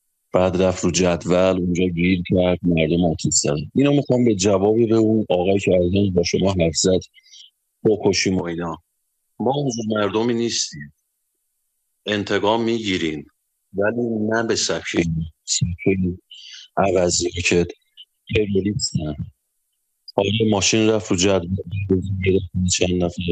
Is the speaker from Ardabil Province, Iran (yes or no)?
yes; Ardabil, Ardabil Province, Iran; بفهم من از اردبیلم شب 18 رفتم اردبیل